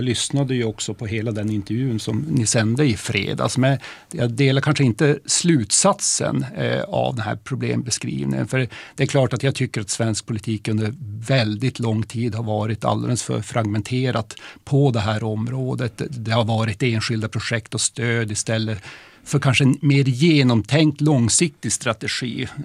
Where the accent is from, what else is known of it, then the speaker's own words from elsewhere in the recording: Norrbotten County, Sweden; är ju inte från någon av de stora städerna i Sverige, varken Stockholm, Malmö eller Göteborg, utan jag är ju från Norrbotten, uppvuxen i Norrbotten, bosatt i Norrbotten och lever ju där.